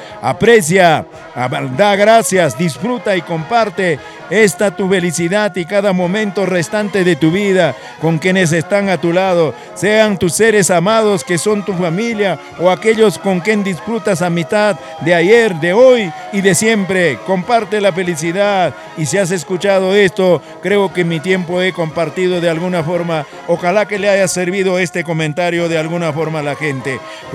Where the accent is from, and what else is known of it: Peru